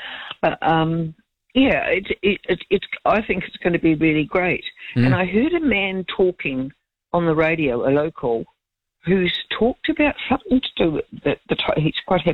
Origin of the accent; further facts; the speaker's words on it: Auckland, New Zealand; also born or lived in Wellington / New Plymouth; You know, born and bred in Auckland, but I lived in Wellington and New Plymouth and somewhere else.